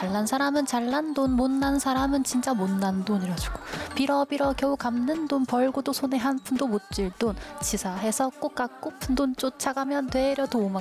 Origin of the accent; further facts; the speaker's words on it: South Korea; 제가 한국인이니까 제 안에 있는 음악 같아요.